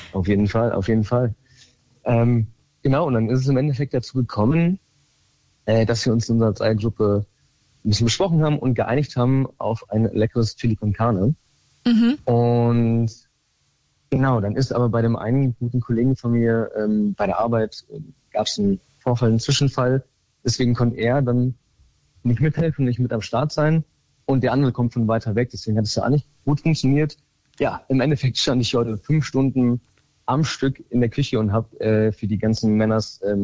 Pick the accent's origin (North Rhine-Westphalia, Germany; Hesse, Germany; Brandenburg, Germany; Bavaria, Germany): Hesse, Germany; Giessen; born there; Ich komme hier aus Gießen